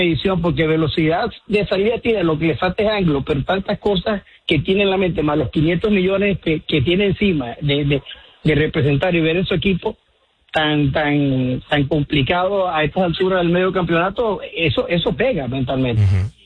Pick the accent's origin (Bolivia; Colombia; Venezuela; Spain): Venezuela; soy yanquista de corazón, pero también soy venezolano.